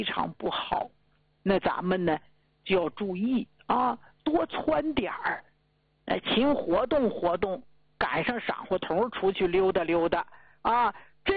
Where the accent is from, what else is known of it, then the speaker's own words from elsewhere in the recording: Jilin, China; moved away; 我前几年回咱们吉林老家